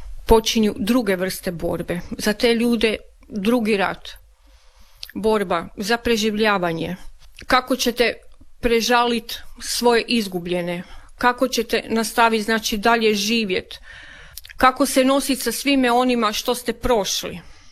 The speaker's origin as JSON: {"language": "Croatian", "town": "Velika Gorica", "region": "Zagreb County", "country": "Croatia", "tie": "born or raised there", "said": "u galeriji Trumbetaž u mom rodnom gradu Velikoj Gorici"}